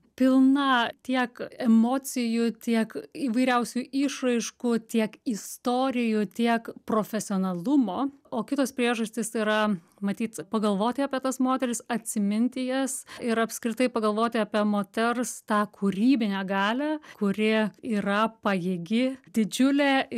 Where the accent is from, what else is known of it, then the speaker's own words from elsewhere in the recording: Pasvalys, Panevėžys County, Lithuania; ir netgi pagaliau sugrįšiu į savo gimtąjį kraštą kitais metais, jau rengiame programą ir planuojame koncertą Pasvalyje, o Pasvalys bus juk Lietuvos kultūros sostinė.